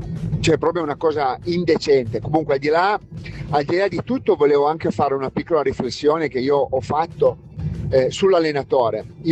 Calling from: Saluzzo, Piedmont, Italy; da Saluzzo.

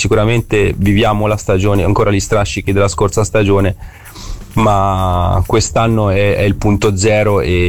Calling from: Massa, Tuscany, Italy; Io sono tifoso fiorentino dalla nascita, ma vivo a Marina di Massa.

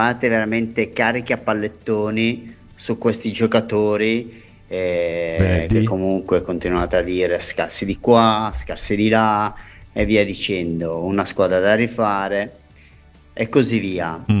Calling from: Varese, Lombardy, Italy

